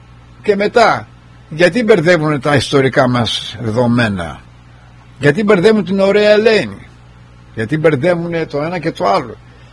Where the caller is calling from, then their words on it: Kefalonia, Ionian Islands, Greece; Είμαι από την Κεφαλονιά